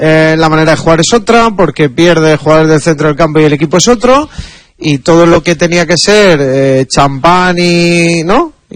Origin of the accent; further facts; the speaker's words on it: France; Spanish is a second language; Como soy francés, soy de Francia